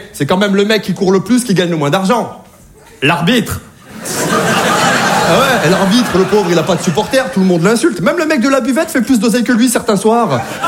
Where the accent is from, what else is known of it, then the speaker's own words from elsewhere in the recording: Saint-Étienne, Auvergne-Rhône-Alpes, France; Je parle des provinciaux parce que moi-même je suis de province, je viens de Saint-Étienne, vous connaissez ou pas?